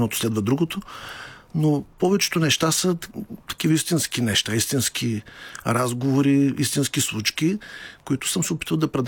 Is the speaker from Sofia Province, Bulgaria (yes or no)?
no; Ruse, Ruse Province, Bulgaria; moved away; В Русе ще бъда след две седмици, родния ми град, където така се вълнувам особено много.